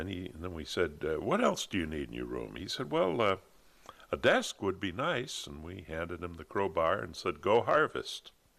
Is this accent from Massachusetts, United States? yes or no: yes; Fall River, Massachusetts, United States; moved away; We both came from there.